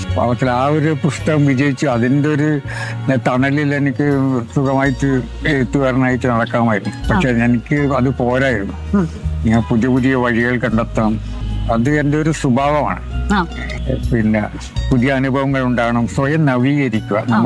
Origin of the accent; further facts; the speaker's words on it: Mahe, Puducherry, India; അവിടെയാണ്, മയ്യഴിയിലാണ്. അവിടുന്ന് ജനിച്ചു വളർന്ന നാട് അവിടുന്നല്ലേ ഞാനായത്. ഇപ്പൊ ഞാൻ മലയാളത്തിൽ എഴുതുന്നു, ആ മലയാളം പഠിച്ചത് പോലും ഞാൻ മയ്യഴിയിൽ വെച്ചിട്ടാണ്.